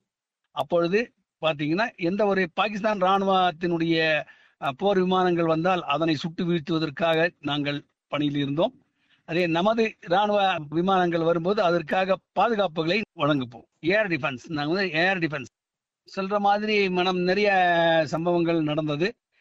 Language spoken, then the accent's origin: Tamil; Tamil Nadu, India; moved away as an adult; நான் உதகை கடநாடு கிராமத்திலே பிறந்து வளர்ந்தவர். எனக்கு 19 வயது ஆகும் போது நான் இந்திய இராணுவத்திலே சேர்ந்தேன்.